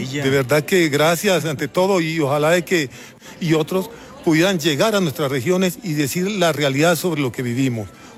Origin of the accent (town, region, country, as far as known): Colombia